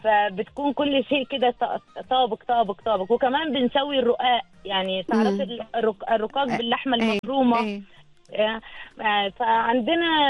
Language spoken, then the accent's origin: Arabic; Oman; لا أنا علشان بنتكم برضو متربية وسطكم. ولكن احنا لما بنكون في عمان تحسي على طول اللسان ينقلب، لازم نتكلم عماني.